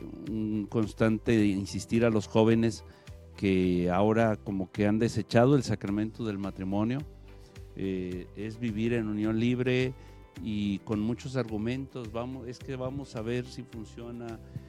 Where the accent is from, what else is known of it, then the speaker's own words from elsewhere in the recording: La Barca, Jalisco, Mexico; born there; Mis papás de Los Altos de Jalisco, pero yo nacido en La Barca, Jalisco.